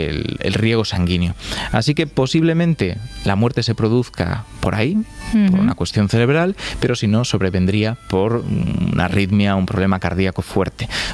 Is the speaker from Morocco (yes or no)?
no; Galicia, Spain; soy gallego, así que no se trata de ningún tipo de discriminación hacia Coruña